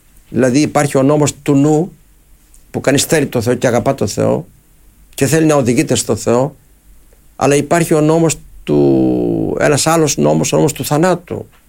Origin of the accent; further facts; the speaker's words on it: Greece; είμαστε Έλληνες